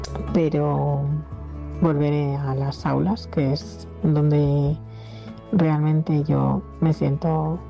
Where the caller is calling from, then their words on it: Rivas-Vaciamadrid, Community of Madrid, Spain; soy de Rivas